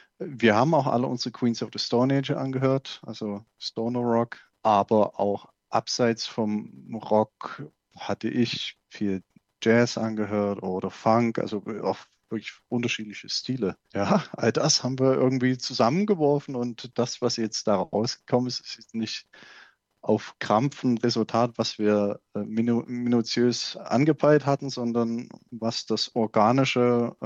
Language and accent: German; Saxony, Germany; unweit von meiner Heimat. nämlich der Berg Reichenbach im Vogtland.